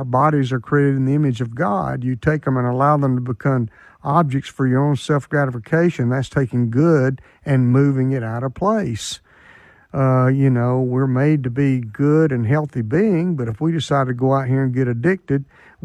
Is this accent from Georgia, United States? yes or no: yes; Griffin, Georgia, United States; moved away; Going back to my hometown, not too distant down from now, Griffin, Georgia